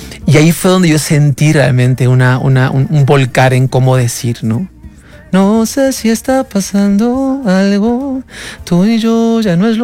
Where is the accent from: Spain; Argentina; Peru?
Peru; Yo empiezo en mi país, grabo 5 discos en mi país, hago solamente una carrera en mi país